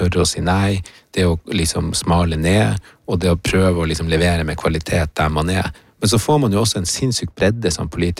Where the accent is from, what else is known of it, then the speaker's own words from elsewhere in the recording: Troms, Norway; also born or lived in Colombia; når vi var ute og lekte i nabolaget her på Kvaløya